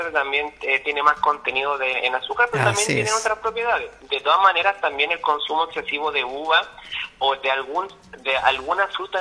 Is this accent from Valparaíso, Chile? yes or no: no; Vallenar, Atacama, Chile; now in Coquimbo, Chile; yo vivo, soy de Vallenar, vivo en Coquimbo, La Serena